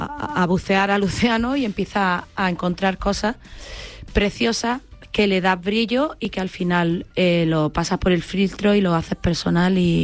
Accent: Granada, Andalusia, Spain; Yo soy granadina.

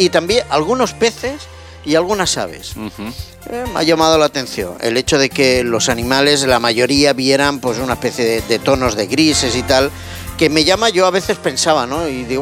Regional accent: Barcelona, Catalonia, Spain; yo al salir de mi casa, donde yo nací, en Barcelona

